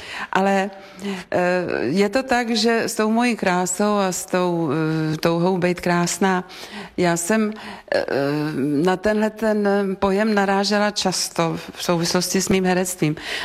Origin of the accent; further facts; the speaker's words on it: Vysočina Region, Czechia; born there; narodila jsem se už skoro na Českomoravské Vysočině